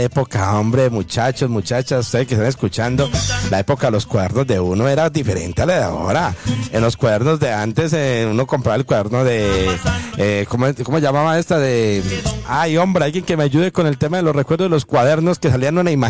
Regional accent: Pereira, Risaralda, Colombia; born there; Si hay alguien que me está escuchando de Pereira

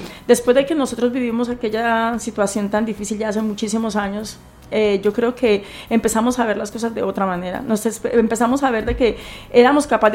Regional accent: Armenia, Quindío, Colombia; la ciudad de donde yo vengo, de donde yo soy, le llaman la ciudad del milagro. Armenia, uh-huh, le dicen en Colombia la ciudad del milagro

